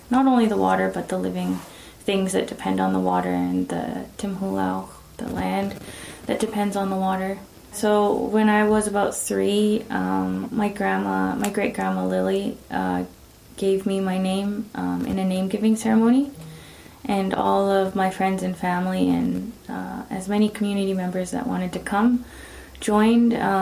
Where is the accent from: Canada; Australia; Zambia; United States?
Canada; Penticton, British Columbia; And I said that I'm from Penticton.